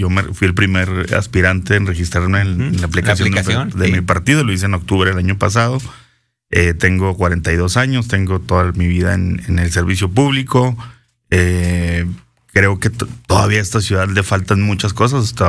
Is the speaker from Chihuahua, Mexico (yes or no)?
yes; Chihuahua, Mexico; Yo soy de Chihuahua, nacido y creado aquí toda mi vida.